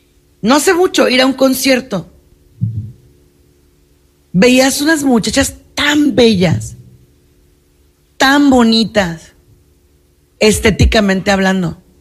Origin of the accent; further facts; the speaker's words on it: Mexico; en el caso mío, de nosotros que somos mexicanos, pues somos muy vigueros, muy groseros.